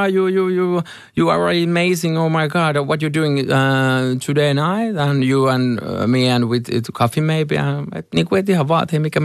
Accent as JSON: {"language": "Finnish", "town": "Lahti", "region": "Päijät-Häme", "country": "Finland", "said": "mä oon lahjasta kotoisin, mä vien sen tonne Ahtialaan mummo pöytään istuun."}